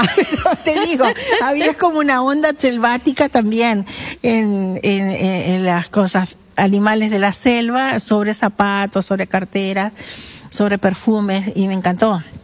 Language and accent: Spanish; Salto, Uruguay; born there; Tanto que o sea, Quiroga es nacido en el mismo lugar. Los dos nacimos en Salto.